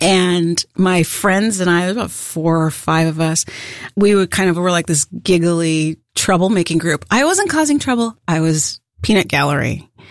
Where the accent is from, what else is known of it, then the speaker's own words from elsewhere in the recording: Santa Monica, California, United States; I grew up in Santa Monica, California.